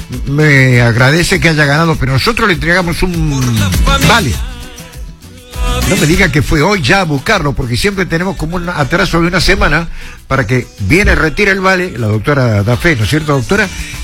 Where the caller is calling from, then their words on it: Argentina; … de Barrio Sargento Cabral, 9924.